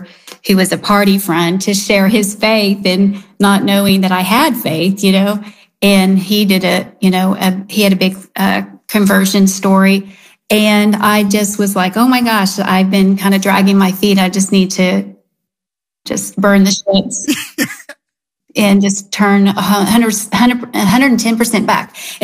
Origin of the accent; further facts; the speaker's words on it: Oklahoma, United States; Well, I'm an Oklahoman bred through and through. I even have an eighth of a Cherokee, native Cherokee, in our family.